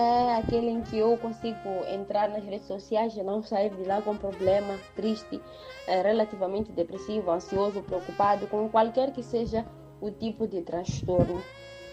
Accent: Mozambique; Nós crescíamos aqui no nosso país, por exemplo, aí estou a falar de Moçambique, que é onde eu conheço, nós crescíamos e crescemos até os 12, 13, 14 anos e até mais

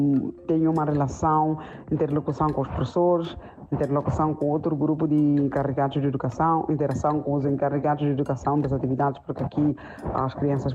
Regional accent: Mozambique; moved away as an adult; saí de Moçambique, graças a Deus, que eu já tinha 12ª e trouxe meus documentos já traduzidos.

